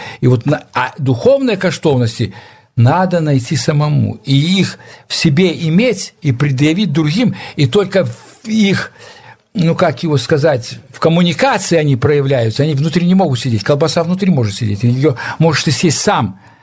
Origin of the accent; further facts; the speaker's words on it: Volkovysk, Grodno Region, Belarus; moved away as an adult; now in Moscow, Russia; а мы размовляли уже в русской школе по-русски, в Волковыске в городе. А я потом закончил, поехал в Москву